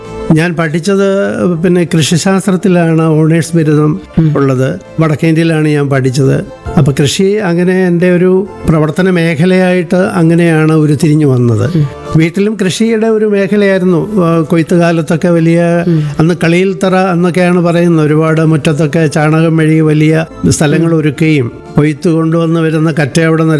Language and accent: Malayalam; Kunnathur, Kerala, India; ഞാൻ ജനിച്ചത് വളരെ ഒരു ഉൾനാടൻ ഗ്രാമത്തിലാണ്, കുന്നത്തൂർ എന്ന് പറഞ്ഞിട്ട്. വയലേലകളുടെയും കൃഷിസ്ഥലങ്ങളുടെയും പുഴയുടെയും കായലിൻ്റെയും ഒക്കെ പരിസരമായിരുന്നു എൻ്റെ ബാല്യകാല ജീവിതത്തിൻ്റെ ഭൂമിക.